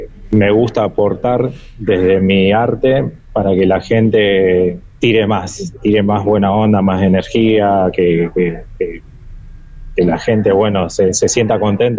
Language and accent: Spanish; Rosario, Santa Fe, Argentina; Sí, bueno, yo soy de la zona, hoy estoy acá de Barrio Saladillo